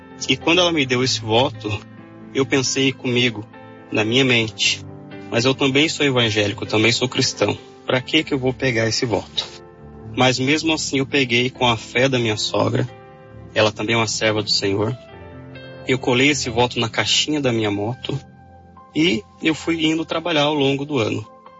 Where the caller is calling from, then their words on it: Pinhais, Paraná, Brazil; sou do município de Pinhais, Jardim Veisópolis, onde eu congrego. Na Igreja Pentecostal Deus é Amor.